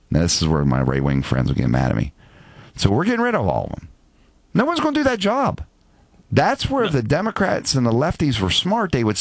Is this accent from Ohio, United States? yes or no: yes; Martins Ferry, Ohio, United States; I'm from Martins Ferry